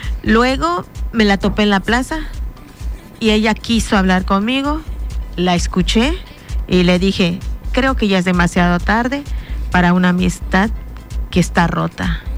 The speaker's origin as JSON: {"language": "Spanish", "region": "Oaxaca", "country": "Mexico", "moved": "yes", "said": "yo soy de Oaxaca"}